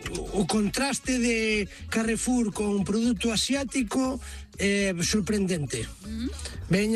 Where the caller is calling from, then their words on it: Brión, Galicia, Spain; de Brión.